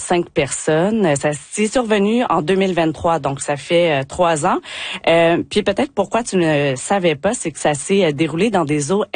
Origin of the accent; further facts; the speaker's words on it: Quebec, Canada; accent: Quebec; vous pouvez l'entendre par mon accent, je suis québécoise, là, mais les nouvelles pleuvent ici.